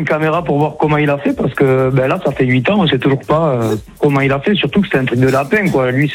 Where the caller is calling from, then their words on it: Arcachon, Nouvelle-Aquitaine, France; Moi, je suis sur Arcachon.